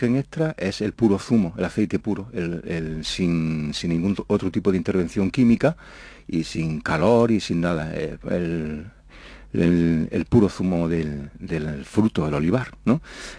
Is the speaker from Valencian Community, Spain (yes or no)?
no; Jaén, Andalusia, Spain; si yo soy de Jaén, no voy a saber de aceite.